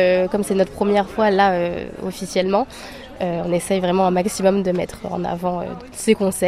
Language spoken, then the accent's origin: French; Metz, Grand Est, France; Je suis messine depuis toujours, donc je suis très attachée à ma ville.